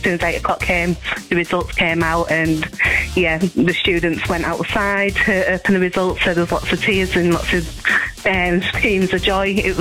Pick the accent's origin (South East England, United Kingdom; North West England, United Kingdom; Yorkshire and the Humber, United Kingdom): Yorkshire and the Humber, United Kingdom; Beverley; accent: Yorkshire